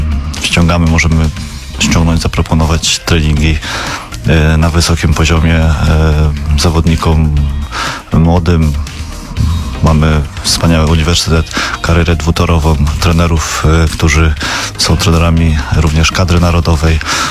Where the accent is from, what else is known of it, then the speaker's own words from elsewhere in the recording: Toruń, Kuyavian-Pomeranian Voivodeship, Poland; Ja wychowałem się na Skarpie. Chodziłem do szkoły podstawowej numer 32.